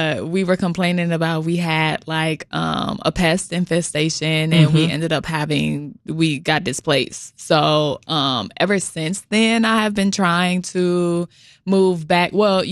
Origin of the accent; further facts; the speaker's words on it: Chicago, Illinois, United States; So I grew up in Woodlawn and went to school in South Shore. So that big, tall, high rise on 63rd and Stony Island, Island Terrace, that's home.